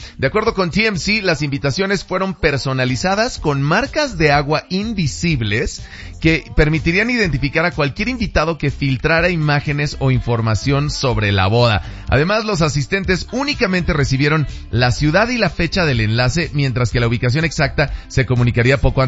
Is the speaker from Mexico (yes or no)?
yes; Mexico; siendo mexicanos